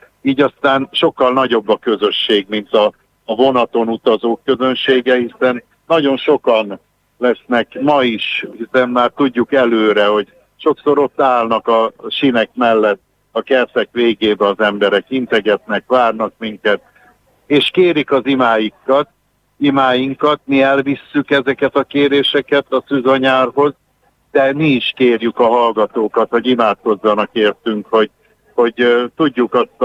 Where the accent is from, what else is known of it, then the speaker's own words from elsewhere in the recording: Erdőkürt, Nógrád, Hungary; born there; Én erdőkürti születésű vagyok